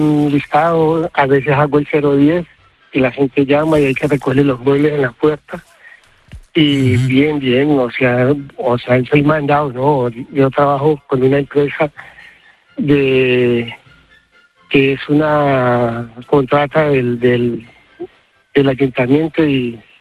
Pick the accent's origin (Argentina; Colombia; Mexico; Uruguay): Colombia; moved away as an adult; now in Spain; En España llevo 30 años, sí, desde aquí en el 97. Y soy colombiano